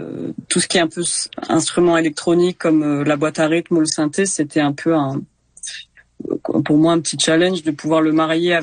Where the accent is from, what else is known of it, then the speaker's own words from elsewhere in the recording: Ramatuelle, Provence-Alpes-Côte d'Azur, France; En fait, j'ai un lien assez fort avec Ramatuelle, donc là où j'ai grandi, puisque toute ma famille est là